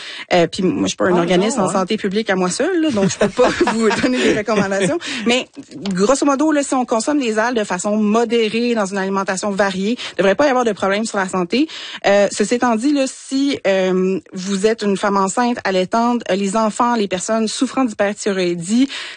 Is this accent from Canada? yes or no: yes; Quebec, Canada; moi, je suis gaspésienne